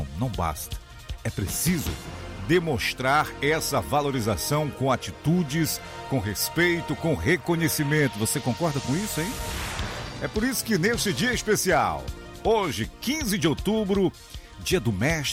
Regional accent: Alenquer, Pará, Brazil; moved away; Tenho muitas recordações de excelentes professores da minha terra, Alenquer. Grande abraço para todos em Alenquer.

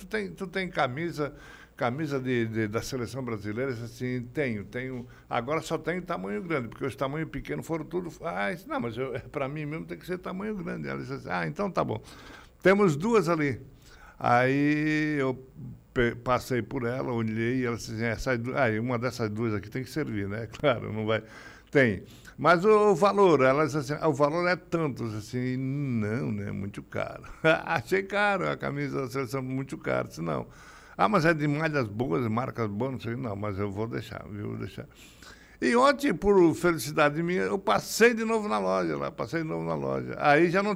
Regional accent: Brazil; Porque a gente é brasileiro

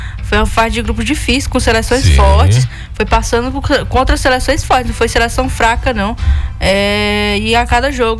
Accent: Brazil

